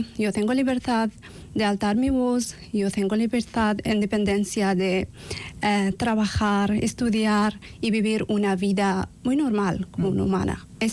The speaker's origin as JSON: {"language": "Spanish", "country": "Kazakhstan", "second_language": "Spanish", "moved": "as an adult", "lives_now": "Spain", "said": "En mi caso, yo llegué aquí en 2025 desde Kazajistán, y yo llegué aquí para estudiar una formación de lengua española."}